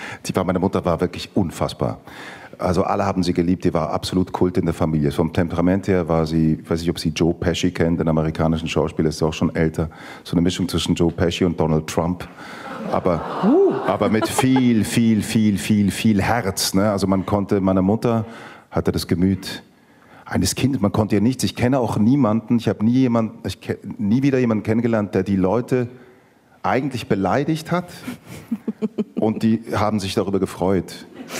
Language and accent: German; Dietikon, Zurich, Switzerland; first language Greek; German is a second language; ich bin dreisprachig aufgewachsen und hatte dann nochmal, also mein Vater hat witzigerweise Schweizerdeutsch mit uns gesprochen, nicht Italienisch. Italienisch habe ich 10 Meter weiter bei meinem Onkel, seinem Bruder, gelernt.